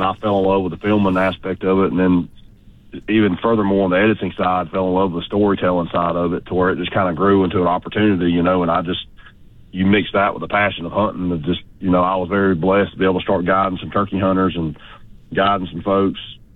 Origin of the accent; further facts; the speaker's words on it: Georgia, United States; Man, I was like most redneck kids growing up in Georgia